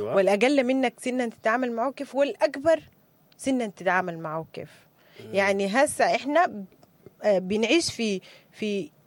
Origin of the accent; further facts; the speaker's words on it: Sudan; احنا كسودانيين